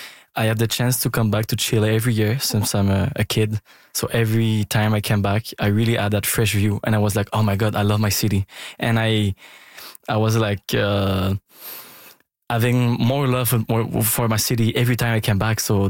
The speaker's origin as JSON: {"language": "English", "town": "Montreal", "region": "Quebec", "country": "Canada", "tie": "born or raised there", "said": "I grew up in Montreal and close to the downtown"}